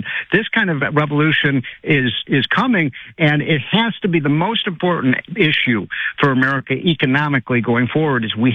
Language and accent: English; Chicago, Illinois, United States; As you know, Sean, I'm a Chicagoan by birth. I grew up in the Chicago area.